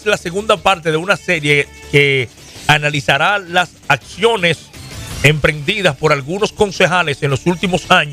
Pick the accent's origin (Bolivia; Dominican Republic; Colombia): Dominican Republic; moved away; Somos dominicanos